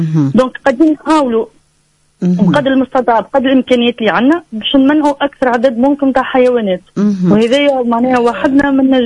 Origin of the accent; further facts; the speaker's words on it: Tunisia; عندنا في تونس